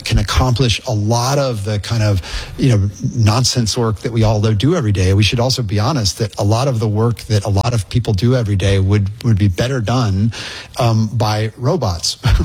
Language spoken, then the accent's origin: English; Indiana, United States; Look, I'm a skateboarder from Indiana.